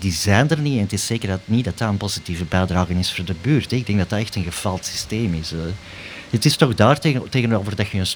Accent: Antwerp, Flanders, Belgium; ik zelf ook van Antwerpen-Noord ben en van het Sint-Jansplein.

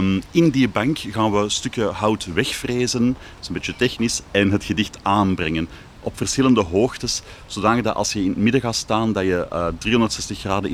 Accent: Flanders, Belgium; Wij zijn als Vlamingen

